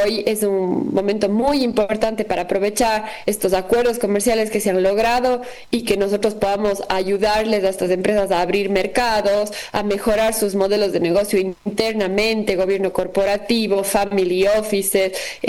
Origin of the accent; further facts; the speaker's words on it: Ecuador; desde lo que nos identifica como ecuatorianos y desde lo que nos hace competitivos